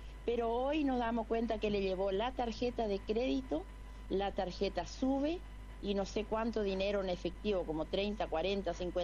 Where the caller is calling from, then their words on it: Vilelas, Chaco, Argentina; Yo soy de Vilela. Estoy con mi suegra acá en Barranquera.